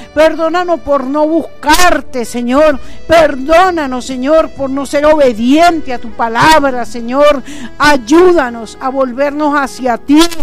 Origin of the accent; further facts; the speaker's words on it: Venezuela; Te pedimos como los venezolanos que somos